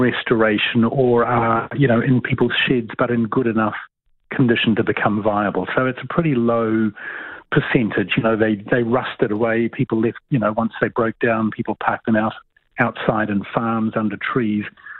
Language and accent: English; New Zealand